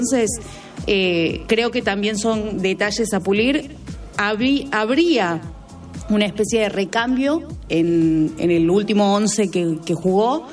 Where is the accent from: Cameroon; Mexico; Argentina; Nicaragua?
Argentina; culturalmente, como argentinos, nos atraviesa y somos muy pasionales y somos demasiado emocionales